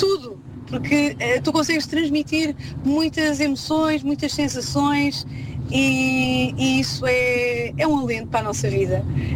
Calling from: Lisbon, Portugal; sou de Lisboa.

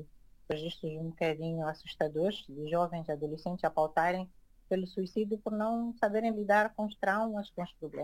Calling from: Matola, Maputo, Mozambique; eu estou em Maputo Província, né, município da Matola, especificamente no bairro 1º de Maio, Congolô.

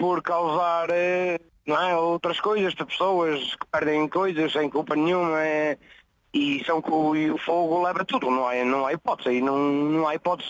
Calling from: Sabrosa, Norte, Portugal; A minha formação inicial e a minha carreira inicial foi na minha aldeia, nos bombeiros voluntários de Cheires. E agora pedi transferência há coisa de 7 anos para os bombeiros voluntários de Provozende. Fica no Conselho de Sabrosa.

